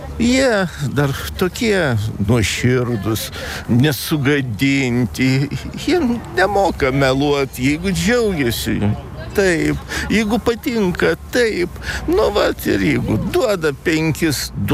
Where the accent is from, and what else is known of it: Vilnius, Vilnius County, Lithuania; born or raised there